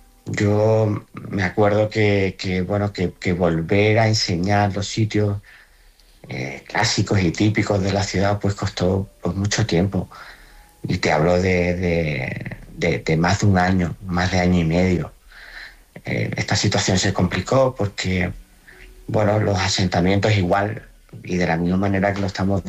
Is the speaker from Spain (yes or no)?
yes; Spain